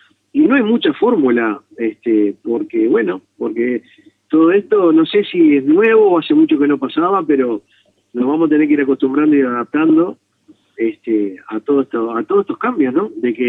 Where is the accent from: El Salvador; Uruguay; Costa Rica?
Uruguay; Salto; viste cómo somos salteños